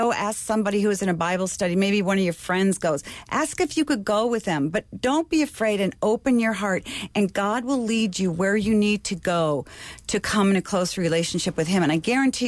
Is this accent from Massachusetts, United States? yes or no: yes; Boston, Massachusetts, United States; I had my first top choices were Boston. I was from Boston.